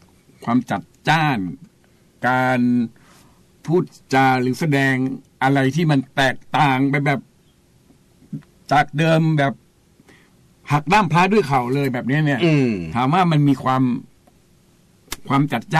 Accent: Nonthaburi, Thailand; ผมเป็นคนเมืองนนท

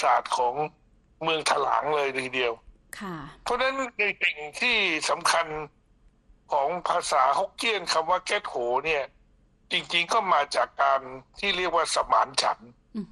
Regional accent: Phuket, Thailand; ผมเป็นคนภูเก็ตเกิดที่ภูเก็ตแล้วก็เรียนมัธยม

